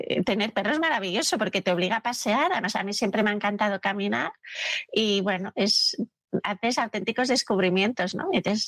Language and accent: Spanish; Barcelona, Catalonia, Spain; Yo viví, crecí en Galván, luego me fui a vivir al barrio gótico, el barrio de San Pera, estuve allí viviendo 2 años, viví también en el Paralelo y también en el Eixample